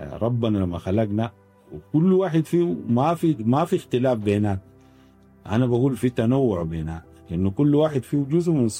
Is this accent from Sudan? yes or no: yes; Sudan; إحنا كسودانيين